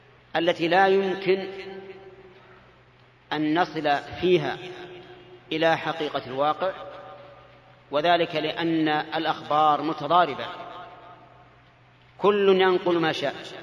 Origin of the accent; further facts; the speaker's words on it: Saudi Arabia; هنا عندنا في السعودية